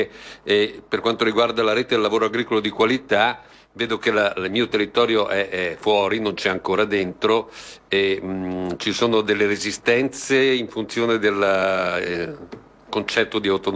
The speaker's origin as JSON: {"language": "Italian", "region": "Trentino-Alto Adige", "country": "Italy", "said": "Dalle mie parti, io vengo dall'Alto Adige, solleverebbero subito questo tema"}